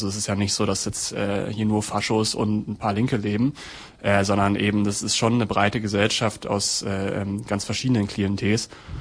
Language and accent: German; Halberstadt, Saxony-Anhalt, Germany; moved away as an adult; now in West Germany; das erste Mal gemerkt, dass ich Ossi bin, als ich im Westen war.